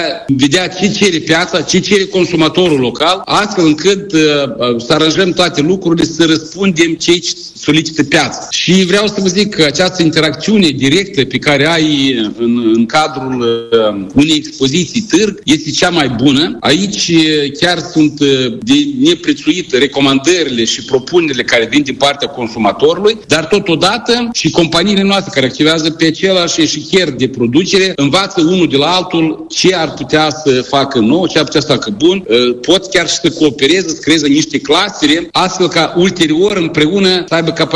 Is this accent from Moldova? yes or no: yes; Moldova